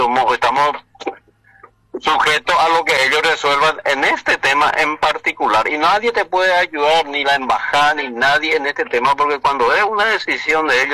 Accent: Paraguay; yo soy un legislador paraguayo

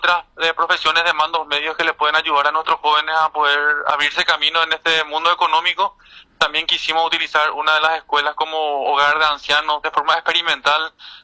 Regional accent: Yaguarón, Paraguarí, Paraguay; moved away; Yo soy yaguaronino, ya morir siendo yaguaronino, ya morir siendo paraguayo

